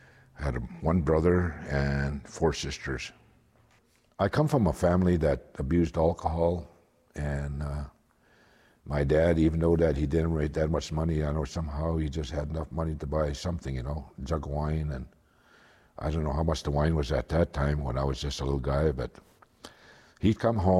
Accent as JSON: {"language": "English", "town": "Kikino", "region": "Alberta", "country": "Canada", "tie": "born or raised there", "also_born_or_lived": "Vilna, Alberta", "moved": "yes", "lives_now": "Edmonton, Canada", "said": "little town called Vilna, and that's where my mom had me. But I was raised in Kikino, which means in my language, my home. About, I would say, probably close to 20 miles from where I was born in a hospital in Vilna."}